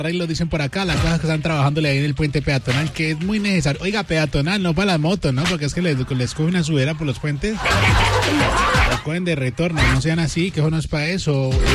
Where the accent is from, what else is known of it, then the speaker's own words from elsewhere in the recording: Cali, Valle del Cauca, Colombia; como somos nosotros los caleños, los colombianos